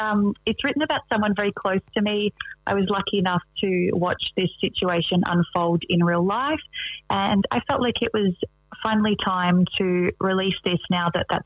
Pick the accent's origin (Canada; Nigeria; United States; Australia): Australia; Katherine, Northern Territory; now in Brisbane, Australia; So I grew up in the Northern Territory in a small town called Katherine